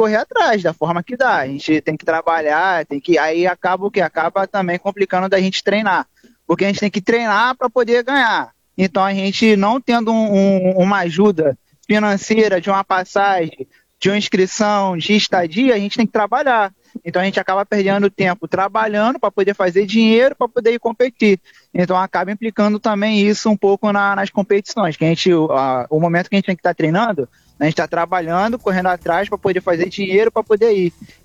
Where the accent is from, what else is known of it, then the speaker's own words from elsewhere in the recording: Cabo Frio, Rio de Janeiro, Brazil; Porém, de onde que eu sou? Eu sou de Cabo Frio.